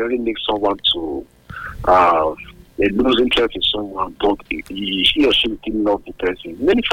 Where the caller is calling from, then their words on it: Benin City, Edo, Nigeria; I'm calling you from Benin.